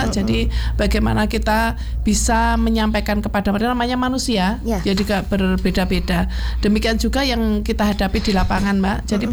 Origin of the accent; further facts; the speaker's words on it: Kediri, East Java, Indonesia; moved away; saya orang desa, Mbak. Anaknya seorang petani di suatu desa terpencil di wilayah Kabupaten Kediri. Jadi saya asli dari Kediri. Di situ saya anak pertama dari 4 bersaudara